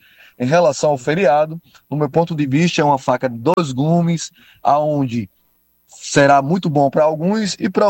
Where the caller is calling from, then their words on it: Barra de São Miguel, Alagoas, Brazil; sou da Barra de São Miguel.